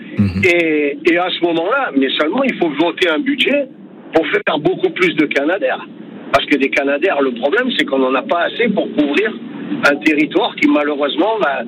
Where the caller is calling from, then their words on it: Draguignan, Provence-Alpes-Côte d'Azur, France; de Draguignan, j'habite au Malmont